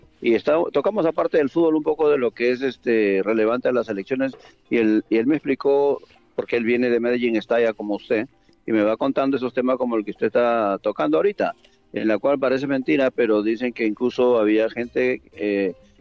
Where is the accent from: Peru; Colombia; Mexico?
Peru; now in United States; déjame tocar el punto como peruano, obviamente en Estados Unidos.